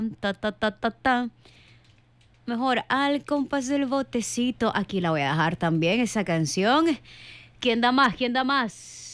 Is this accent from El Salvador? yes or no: yes; San Vicente, El Salvador; Yo soy de San Vicente, amigos.